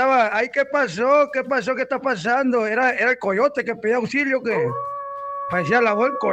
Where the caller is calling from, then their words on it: Guaymas, Sonora, Mexico; me ando reportando … carnal, de acá de Guaymas.